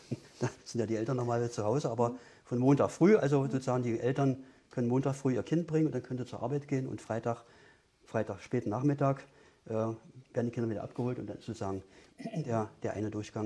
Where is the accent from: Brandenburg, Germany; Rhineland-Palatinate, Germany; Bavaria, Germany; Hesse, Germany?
Brandenburg, Germany; Potsdam; now in Dessau, Germany; ich komme eigentlich aus Potsdam.